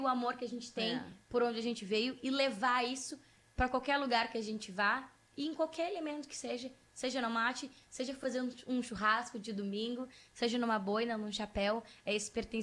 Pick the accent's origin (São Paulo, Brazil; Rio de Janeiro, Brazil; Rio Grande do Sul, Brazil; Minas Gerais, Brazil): Rio Grande do Sul, Brazil; Pra mim, ser gaúcho é a gente receber as pessoas com esse carinho, essa de mesa cheia.